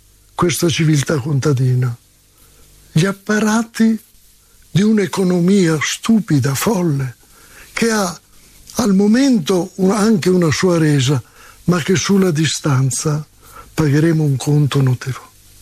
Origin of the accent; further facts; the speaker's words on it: Bergamo, Lombardy, Italy; born there; Io sono nato a Bergamo